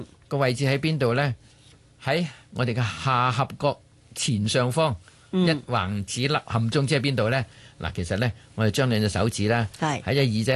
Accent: Guangdong, China; 引火歸源，即是我哋廣東人所講嘅聚火啊

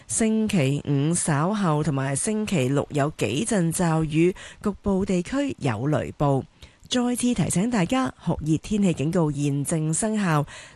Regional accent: China; 其实咧，我哋中国人咧煮嘢食嘅时候咧，都真系好犀利嘅。

